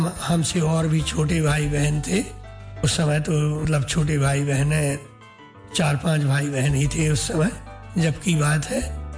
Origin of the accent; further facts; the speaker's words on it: Madhya Pradesh, India; हमारे गाँव में केवल 8वीं क्लास तक स्कूल है, अब तो बन गया है, ग्रेजुएशन हो गया जी। तो हम करीब 10 किलोमीटर दूर है, हमारा बिजावर तहसील पड़ता है